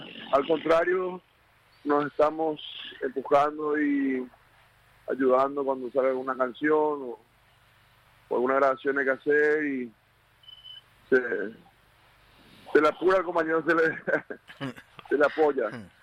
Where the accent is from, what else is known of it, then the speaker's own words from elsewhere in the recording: Paraguay; somos los paraguayos, ¿verdad?